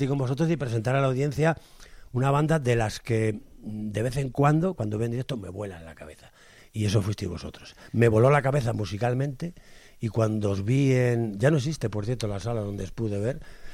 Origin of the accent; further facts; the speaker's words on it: Segovia, Castile and León, Spain; Yo soy de Segovia y tenemos peleas con ellos, ¿eh?